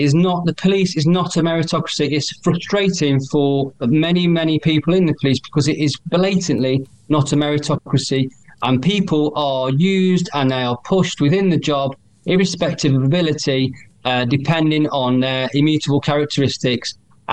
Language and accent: English; Nottingham, East Midlands, United Kingdom; I'm from Nottingham.